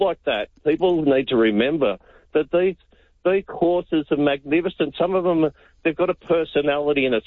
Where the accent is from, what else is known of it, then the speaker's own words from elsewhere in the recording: Melbourne, Victoria, Australia; now in Ringwood, Australia; I come from Ringwood at the minute, and I'll defend Ringwood. I was born and bred in East Doncaster. I'll defend East Doncaster. You know, but, you know, when I was a young bloke, I'm 62 now.